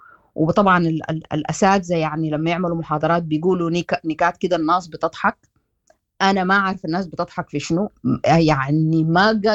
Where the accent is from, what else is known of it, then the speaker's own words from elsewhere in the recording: Sudan; كسودانيين أنا